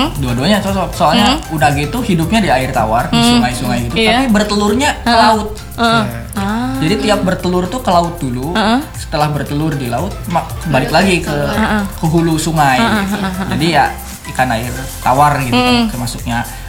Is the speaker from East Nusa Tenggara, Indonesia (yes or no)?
no; Cianjur, West Java, Indonesia; Aku dari Cianjur kan, terkenal belutnya.